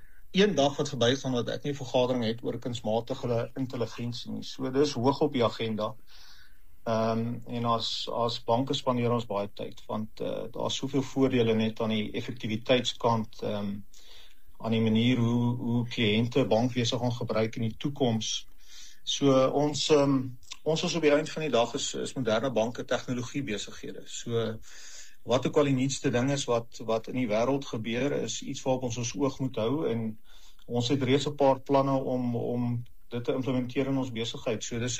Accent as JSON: {"language": "Afrikaans", "town": "Klerksdorp", "region": "North West", "country": "South Africa", "tie": "born there", "also_born_or_lived": "Kroonstad, Free State", "said": "ek is maar ook van die platteland af. Tienus, ek is in Klerksdorp vir 'n lang ruk gewees en toe in Kroonstad het ek my hoërskoolloopbaan voltooi."}